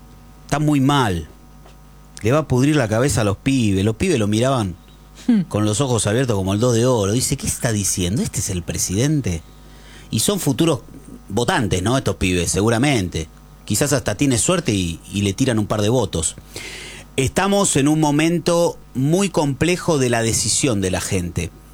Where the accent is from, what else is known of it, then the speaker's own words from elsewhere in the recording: Argentina; lo que yo puedo sentir como argentino